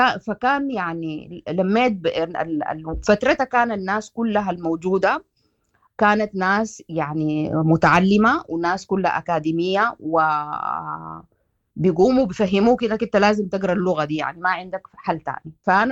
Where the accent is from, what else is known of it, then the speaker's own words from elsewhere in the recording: Sudan; moved away as an adult; now in Netherlands; والمجتمع عموما يعني هنا عندهم زي عندنا في السودان